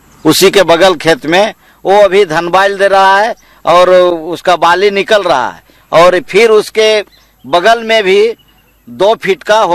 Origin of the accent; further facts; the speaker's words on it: Mandu, Ramgarh, Jharkhand, India; मेरा घर बड़का चुंबा पंचायत मांडू रामगढ़ का रहने वाला हूं